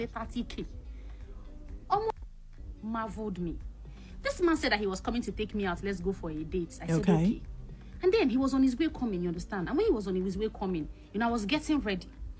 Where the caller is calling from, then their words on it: Nigeria; me as a Nigerian girl